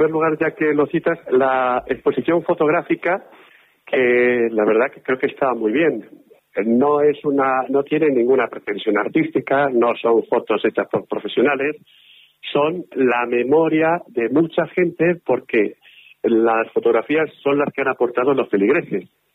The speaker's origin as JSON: {"language": "Spanish", "town": "Tomelloso", "region": "Castilla-La Mancha", "country": "Spain", "tie": "born or raised there", "said": "La verdad que es la segunda parroquia que se crea de Tomelloso, con lo cual, pues, puedo decir que en mi pueblo, durante al menos unos 40 años, hasta que aparecieron las otras parroquias, o bien se han bautizado o se han casado allí"}